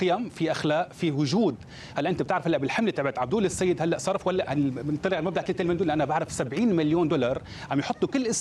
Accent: Syria; now in Michigan, United States; مش أنا سوري مش لبناني، مع احتياطنا أهلنا اللي بلبنان بلاد الشام. طبعا احنا، انا احب اقول لك انه نحن هلا ميشيغان هي عاصمه العرب في امريكا.

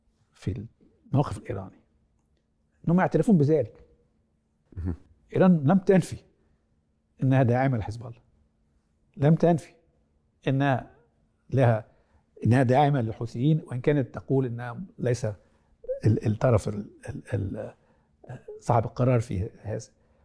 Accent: Egypt; انا مصري طبعا النخاع

